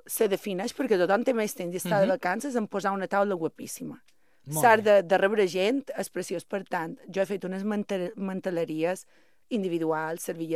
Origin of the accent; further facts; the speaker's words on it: Balearic Islands, Spain; Clar, és que mira, jo te conto, jo som molt mallorquina, som com molt de Mallorca.